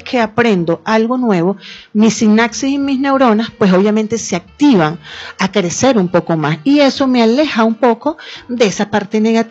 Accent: Venezuela; como somos los venezolanos, resilientes, alegres

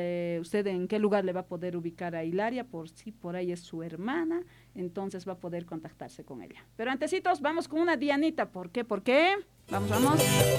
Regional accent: Potosí, Bolivia; así somos los nortepotosinos.

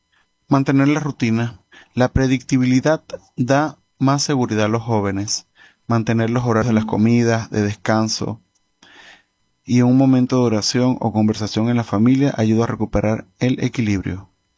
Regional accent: Venezuela; al ver tantos esfuerzos desde nosotros mismos como venezolanos, me siento orgulloso porque sé que podemos seguir adelante

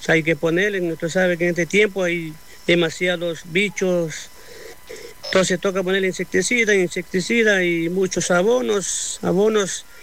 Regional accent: Puerto Viejo, Manabí, Ecuador; moved away; Yo vine de la provincia de Manabí, Puerto Viejo.

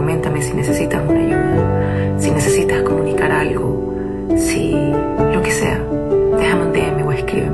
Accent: Venezuela; Qué arrecho ser venezolano.

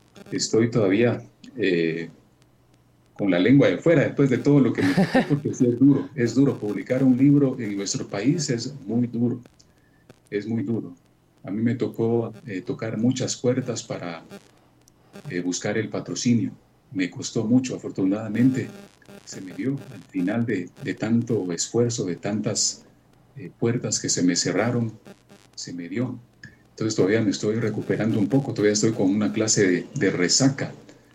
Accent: Amatitlán, Guatemala Department, Guatemala; yo como soy de Amatitlán

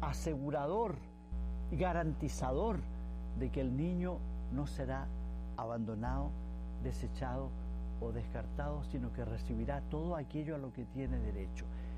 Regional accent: Chile; En mi país, Chile, el 70% de los niños que nacen están naciendo fuera de una familia unida por un matrimonio.

